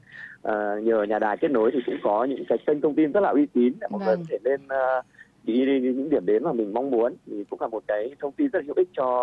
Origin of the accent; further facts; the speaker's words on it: Ha Giang, Vietnam; Em thì em quê gốc em ở Hà Giang.